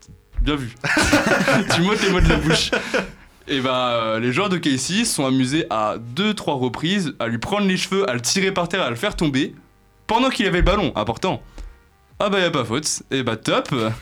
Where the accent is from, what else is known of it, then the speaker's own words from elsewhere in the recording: France; parce que je suis un Français totalement lambda